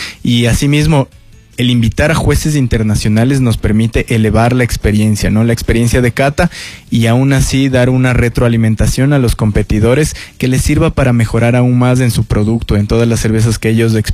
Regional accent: Ecuador; nos impulsa como ecuatorianos

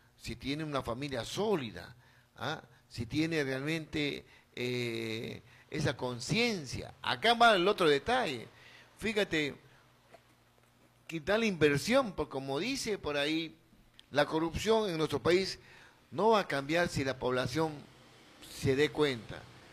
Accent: Ucayali, Peru; como ucayalinos, como peruanos

